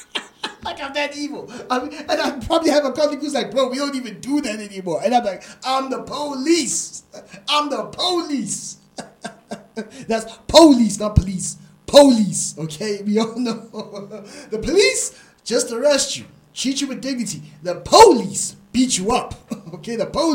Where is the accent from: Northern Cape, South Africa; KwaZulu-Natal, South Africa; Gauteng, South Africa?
Gauteng, South Africa; Springs; born there; also born or lived in Johannesburg; I was born in the East Rand, but as a kid, I was actually born in Johannesburg, and then we went all the way to Springs. I sort of grew up in Springs for a bit. Spent some time over there.